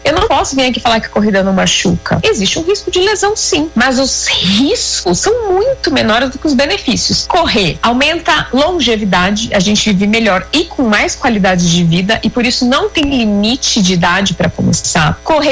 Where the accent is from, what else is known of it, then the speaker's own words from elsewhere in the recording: Italy; Portuguese is a second language; Que eu preciso da minha mão, que eu sou italiana e eu falo com a mão